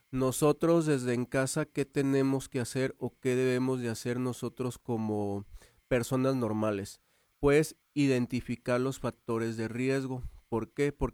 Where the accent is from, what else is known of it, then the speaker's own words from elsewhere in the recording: Peribán, Michoacán, Mexico; soy originario de Peribán